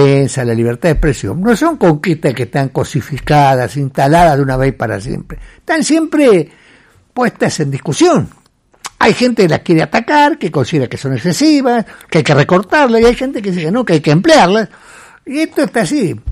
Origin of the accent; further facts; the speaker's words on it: Santa Fe, Argentina; Yo soy un periodista de provincia, de Santa Fe.